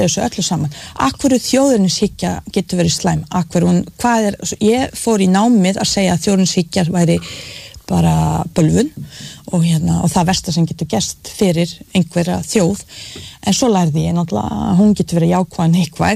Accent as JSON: {"language": "Icelandic", "country": "Bosnia & Herzegovina", "tie": "born or raised there", "said": "næsta borg við hliðina mínum heimabæ þar sem voru hryllingssögur"}